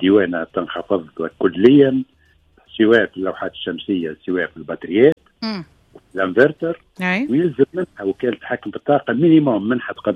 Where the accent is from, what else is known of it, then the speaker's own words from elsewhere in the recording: Tunisia; هذا مش موجود عندنا في تونس وكان مش مسموح به من ستيغ.